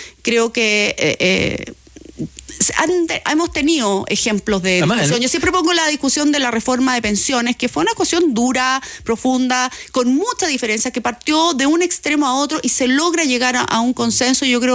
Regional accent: Chile; nosotros sí que tenemos experiencia como chilenos, digamos, de que hay reconstrucciones que no terminan nunca.

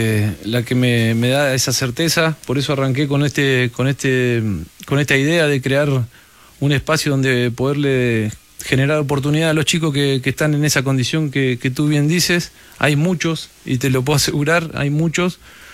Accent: Patagonia, Argentina; primero la logística para llegar a las grandes ciudades siempre es muy compleja para nosotros, los que somos de la Patagonia

